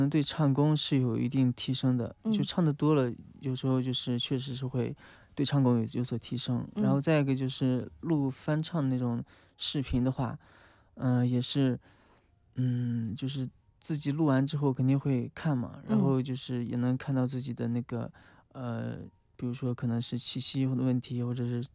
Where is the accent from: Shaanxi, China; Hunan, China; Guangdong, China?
Shaanxi, China; also born or lived in Xinjiang; 我当时因为在新疆读的大学，然后。我们的贝斯手是东北的，我是陕西的